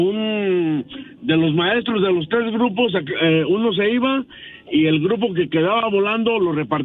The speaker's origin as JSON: {"language": "Spanish", "town": "Zamora", "region": "Michoacán", "country": "Mexico", "lives_now": "Jerome, United States", "said": "Pero soy de Zamora, Michoacán."}